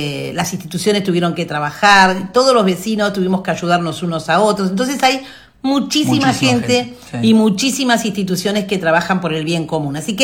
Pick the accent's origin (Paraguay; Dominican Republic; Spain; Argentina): Argentina; Ingeniero White, Buenos Aires Province; yo soy de White